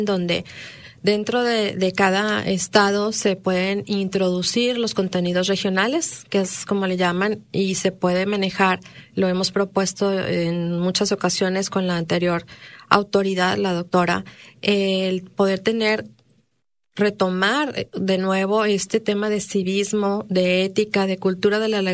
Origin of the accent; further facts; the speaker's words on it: Mexico; como mexicanos nos debemos de sentir orgullosos.